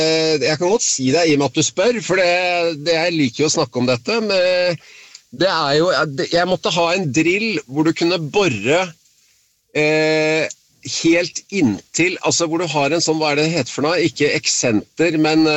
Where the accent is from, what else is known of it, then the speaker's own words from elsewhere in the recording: Bærum, Akershus, Norway; jeg vokste opp på Høvik, da bodde vi jo ved sjøen